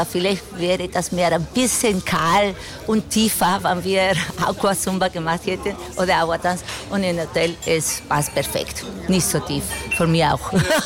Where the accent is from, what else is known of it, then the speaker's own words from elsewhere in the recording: Chile; now in Linz, Austria; Ich komme aus Chile und ich bin seit 32 Jahren in Österreich.